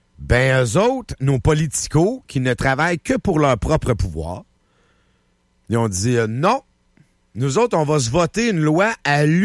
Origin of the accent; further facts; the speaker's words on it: Quebec, Canada; Tu vois bien, on est des Québécois, puis on vote tout pour, nous autres.